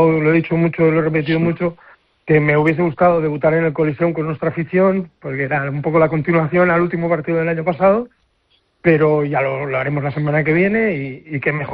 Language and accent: Spanish; Badalona, Catalonia, Spain; Soy de Badalona, pero también soy del Barça de fútbol